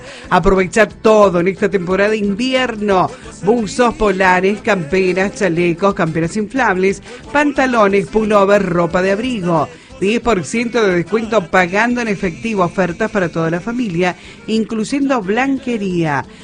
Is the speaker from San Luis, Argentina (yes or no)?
yes; San Luis, Argentina; de San Luis Capital.